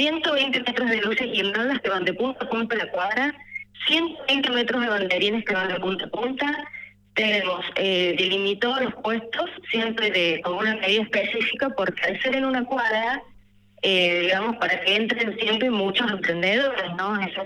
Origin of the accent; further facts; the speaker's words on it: Córdoba, Argentina; yo nací en Barrio Empalme, me crié en Barrio Empalme